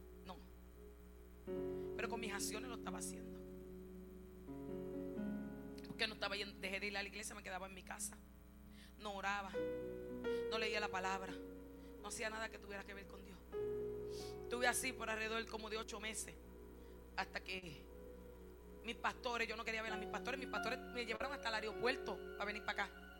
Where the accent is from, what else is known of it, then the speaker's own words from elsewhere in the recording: Cataño, Puerto Rico; moved away; Fuimos el primer día a Juana Mato, en Cataño, de donde somos. Jessica es de Juana Mato, yo soy de Cataño, pero somos de Juana Mato, ella es de Juana Mato.